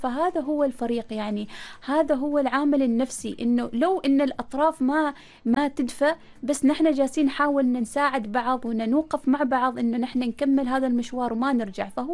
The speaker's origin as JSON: {"language": "Arabic", "country": "Oman", "said": "أنا كوني شابة عمانية"}